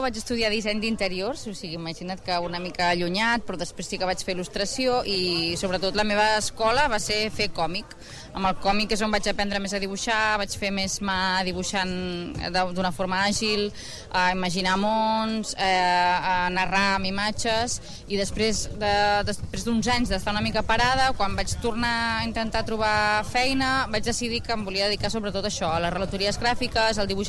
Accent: Martorell, Catalonia, Spain; jo soc de Martorell

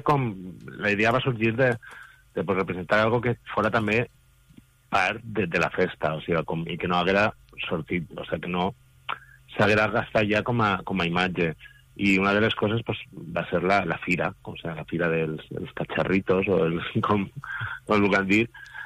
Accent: Guardamar, Valencian Community, Spain

